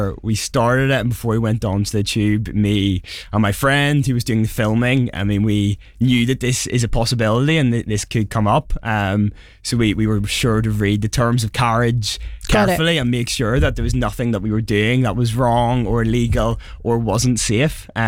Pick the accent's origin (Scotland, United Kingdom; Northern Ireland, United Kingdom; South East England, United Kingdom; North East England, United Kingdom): Northern Ireland, United Kingdom; Belfast; moved away as an adult; now in London, United Kingdom; moving from Belfast was a big change, and a big change of speed and intensity of London.